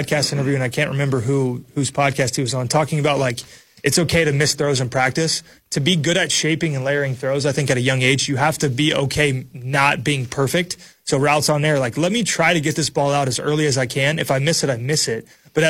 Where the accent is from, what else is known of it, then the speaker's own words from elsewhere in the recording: Kentucky, United States; I was coming from Kentucky to Minnesota, and Kentucky's not the best football state either